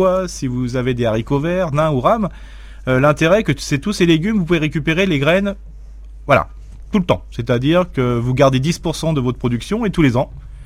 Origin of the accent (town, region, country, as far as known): Grand Est, France